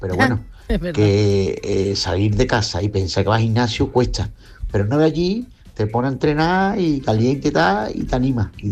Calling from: Cádiz, Andalusia, Spain; de Cádiz.

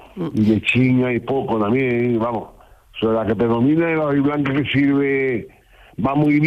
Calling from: La Roda de Andalucía, Andalusia, Spain; De la Roda Andalucía.

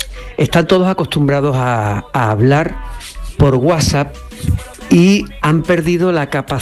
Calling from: Cádiz, Andalusia, Spain; de Cádiz.

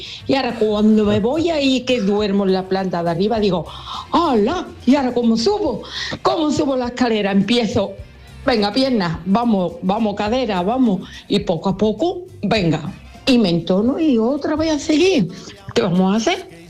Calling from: Dos Hermanas, Andalusia, Spain; de Dos Hermanas.

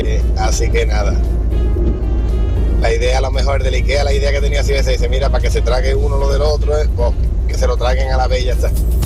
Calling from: Algeciras, Andalusia, Spain; de Algeciras.

